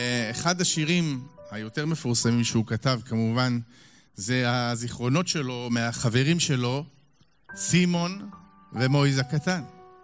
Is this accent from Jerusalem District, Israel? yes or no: no; Tel Aviv, Tel Aviv District, Israel; born there; אני נולדתי בתל אביב כבר, אני לא ירושלמי, אני תל אביבי.